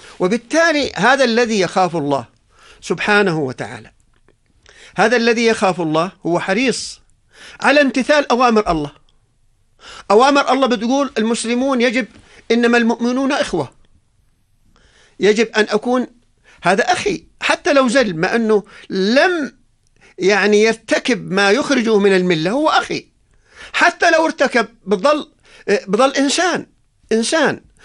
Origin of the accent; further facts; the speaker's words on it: Jordan; إحنا في بلدنا الطيب بلدنا الأردن